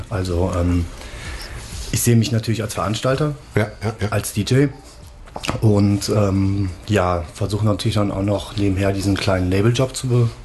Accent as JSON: {"language": "German", "region": "North Rhine-Westphalia", "country": "Germany", "tie": "born or raised there", "said": "Im Bergischen, da bin ich groß geworden."}